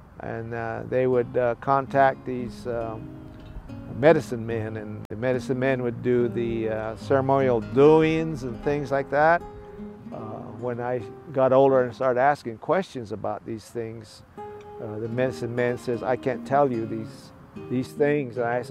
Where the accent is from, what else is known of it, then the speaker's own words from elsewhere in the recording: Navajo Nation, United States; I'm from the Navajo Nation. I grew up in the Navajo traditional religion.